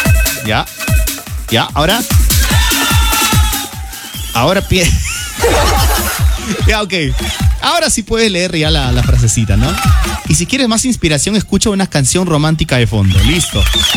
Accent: Jaén, Cajamarca, Peru; now in Virú, Peru; Lejos de mi tierra, Jaén.

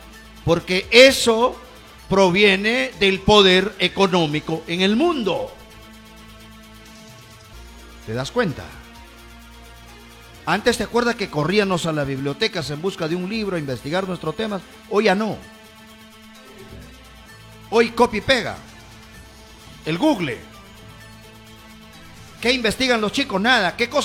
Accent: Peru

